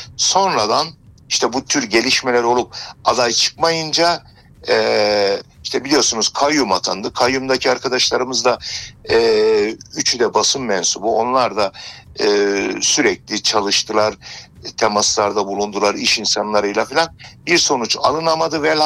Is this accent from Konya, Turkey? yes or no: no; Sivas, Turkey; Şimdi ben gerçekten de bir Sivaslı olarak, yani gazetecilik bir kenara, bir Sivaslı olarak